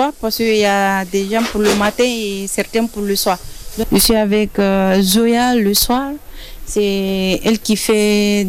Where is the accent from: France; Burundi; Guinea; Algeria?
Guinea; je suis guinéenne.